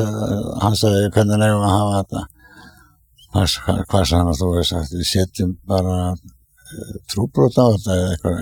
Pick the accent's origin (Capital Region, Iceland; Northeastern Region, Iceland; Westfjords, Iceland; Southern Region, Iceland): Northeastern Region, Iceland; Hrísey; við erum góðir Hríseingar